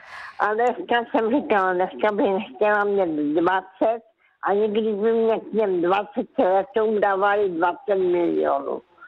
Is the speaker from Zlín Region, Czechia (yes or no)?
yes; Karolinka, Zlín Region, Czechia; moved away; já jsem se narodila v Karolince, to byla vesnice, když jsem se já narodila